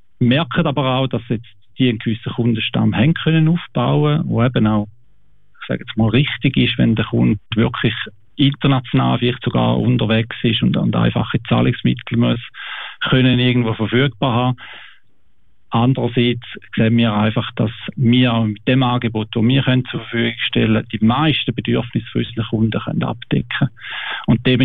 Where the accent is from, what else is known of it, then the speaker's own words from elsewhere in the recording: Wilchingen, Schaffhausen, Switzerland; Mein Vater ist von Helsinki. Schon lange aber in der Schweiz und meine Mutter ist von Wilchingen. Wir sind in Zwichingen aufgewachsen. Ich habe also mehr die Wurzeln da in der Schweiz